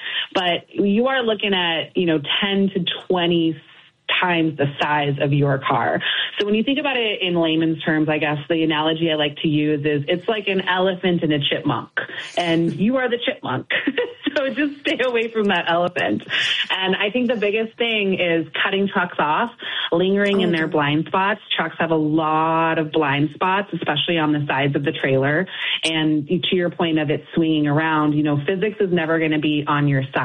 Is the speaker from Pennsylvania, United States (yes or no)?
no; Los Angeles, California, United States; moved away as an adult; now in Chicago, United States; I grew up in Los Angeles, headed over to Chicago. My husband's from the area, been here for the last 14 years.